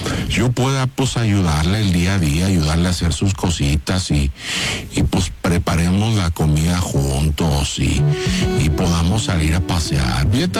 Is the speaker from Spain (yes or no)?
no; San Luis Potosí, Mexico; now in Wichita, United States; Ya desde hace más 35 años, ¿verdad? Que vine acá para el jale, yo soy San Luis Potosí.